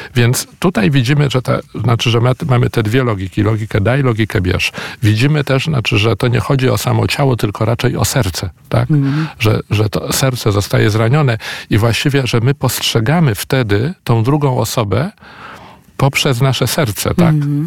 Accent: Warsaw, Masovian Voivodeship, Poland; No to jeszcze jako warszawiak

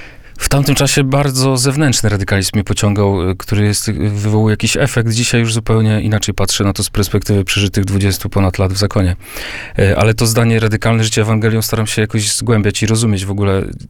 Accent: Sterławki Wielkie, Warmian-Masurian Voivodeship, Poland; Otóż ja pochodzę z Mazur, z niewielkiej wioski, Sterławki Wielkie.

